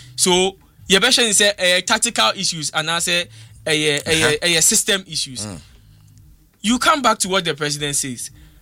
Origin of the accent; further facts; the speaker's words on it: Ghana; me as a Ghanaian